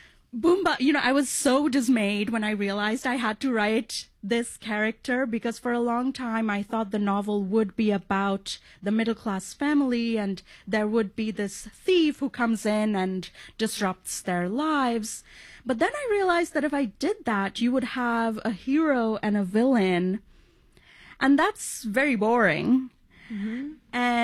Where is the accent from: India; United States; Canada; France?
India; You know, growing up in India, class difference was so apparent to me